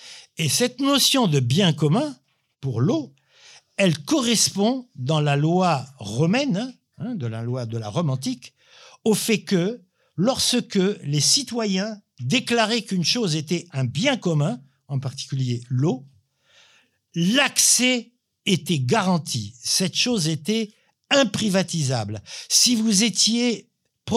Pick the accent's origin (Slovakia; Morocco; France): Morocco; Rabat, Rabat-Salé-Kénitra; moved away; Moi, je suis né au Maroc. À Rabat, bon, j'ai habité plusieurs quartiers, et à Rabat, on avait un quartier qui s'appelait Lagdal.